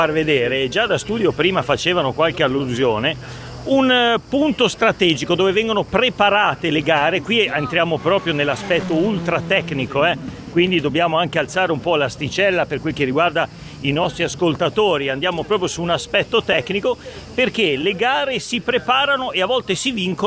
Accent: Liguria, Italy; noi che siamo liguri

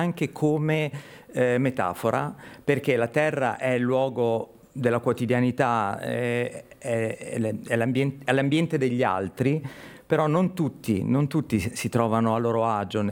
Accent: Chiavari, Liguria, Italy; sono sempre tornato a Chiavari. Me ne sono reso conto di quanto sia attaccato la mia terra andando a vivere al di là

